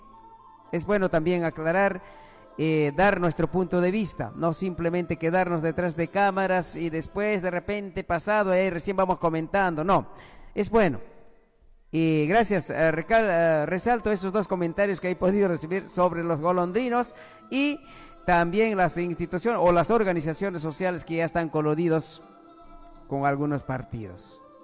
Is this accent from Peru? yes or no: yes; Peru; now in Lima, Peru; que no viven en nuestro distrito de Akira, pero sin embargo van a sufragar. Bueno, de repente ahí podemos confundir quizás muchos que vamos de las ciudades, como en el caso mío, por ejemplo, ¿no? Yo vivo en Lima, pero sin embargo, a cumplir mi deber cívico, mi obligación, ¿no?, viajo